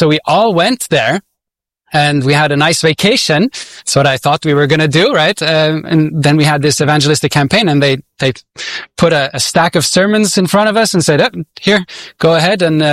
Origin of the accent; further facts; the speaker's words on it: Switzerland; I grew up in Switzerland. It's a secular country, and I was taught about evolution and all these things.